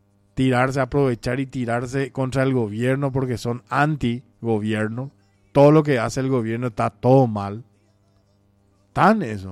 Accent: Paraguay; Así somos nosotros los paraguayos.

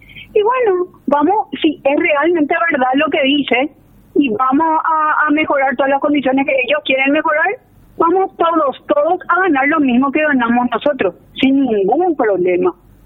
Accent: Paraguay; todos nosotros como paraguayos

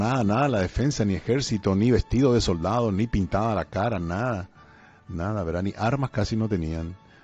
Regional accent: Paraguay

